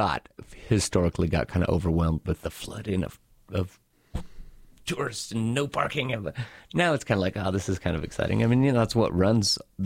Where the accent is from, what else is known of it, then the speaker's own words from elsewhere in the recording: Wyoming, United States; I grew up in Wyoming